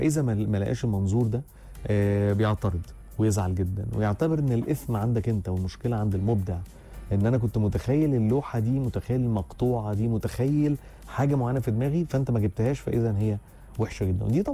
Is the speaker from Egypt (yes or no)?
yes; Egypt; مش كمصري بس